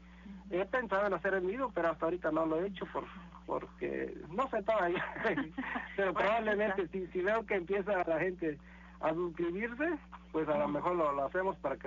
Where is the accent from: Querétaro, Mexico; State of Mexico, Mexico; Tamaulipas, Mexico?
Tamaulipas, Mexico; somos de Tamaulipas